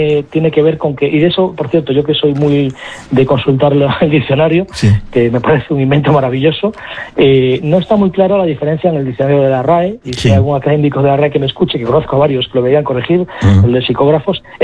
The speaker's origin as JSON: {"language": "Spanish", "region": "Galicia", "country": "Spain", "said": "paseando por la playa allí en Galicia, en mi tierra"}